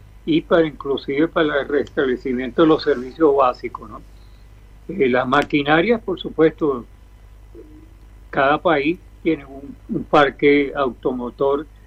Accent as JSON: {"language": "Spanish", "country": "Venezuela", "said": "En este caso, Venezuela, hemos aceptado la ayuda internacional"}